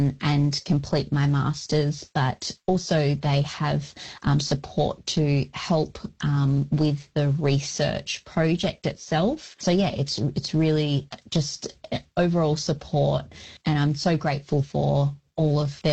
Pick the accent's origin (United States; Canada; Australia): Australia; Bunbury, Western Australia; Wilman Noongar woman. So Noongar from the southwest region of Western Australia. I was actually born and raised on Wadandibudja, which is down in the Goomberup, which is Bunbury region of Noongar country.